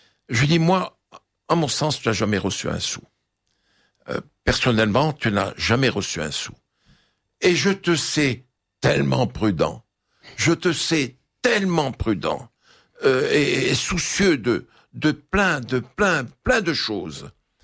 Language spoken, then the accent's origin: French; Lebanon; Je suis Libanais.